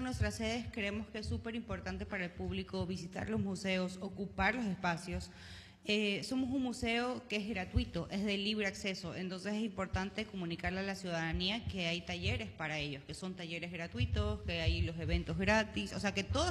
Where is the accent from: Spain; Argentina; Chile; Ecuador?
Ecuador; Manabí; lo que nosotros somos como manavitas, lo que nosotros somos como ecuatorianos